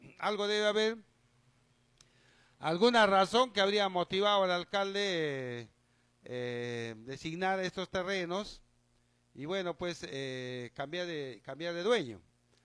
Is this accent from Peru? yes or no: yes; Peru